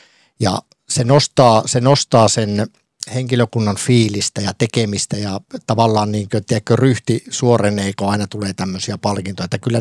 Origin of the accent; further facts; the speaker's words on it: Lapland, Finland; ei meillä Lapissa ole kourallinen hyviä ravintoloita.